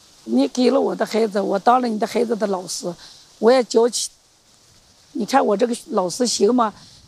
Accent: China; 我们中国人还靠谱的

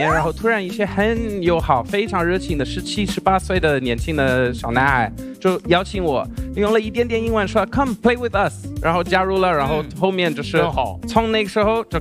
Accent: France; Chinese is a second language; 我是有点矛盾，因为虽然 … ，我其实来自很多不同的国家啊。

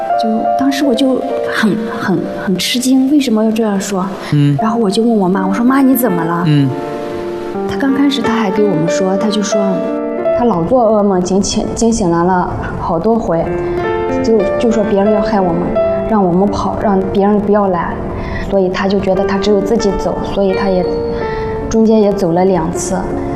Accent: Gansu, China; 我来自甘肃省沁阳市正元县。

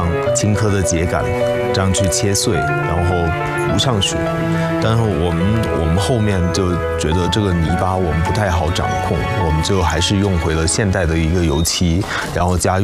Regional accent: Guangzhou, Guangdong, China; now in Tibet, China; 我是广州人，然后是81年的，算是个老人家了，对，然后就比较喜欢这边，所以会留在这里

